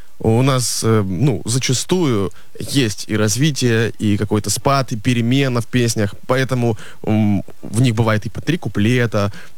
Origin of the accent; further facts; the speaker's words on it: Kurakhove, Donetsk Oblast, Ukraine; moved away; это было в Курахово. В нашем родном городе.